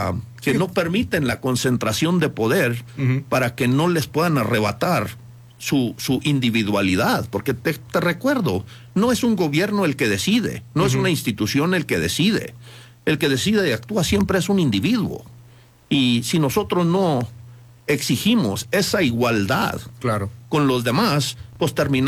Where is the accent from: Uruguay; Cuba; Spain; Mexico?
Mexico; Chihuahua; born there